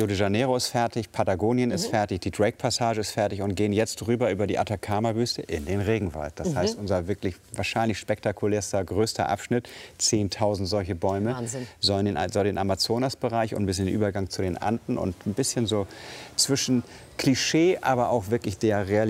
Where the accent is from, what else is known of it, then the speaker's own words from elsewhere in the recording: Germany; wir als Deutsche